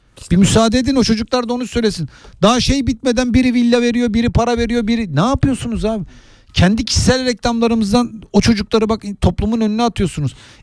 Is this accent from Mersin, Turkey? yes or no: no; Istanbul, Turkey; Bak ben şeyde büyüdüm. Gazi Osman Paşa'da, Bayrampaşa'da, işte bu Boşnak Mahallesi dedikleri bölgede büyüdüm.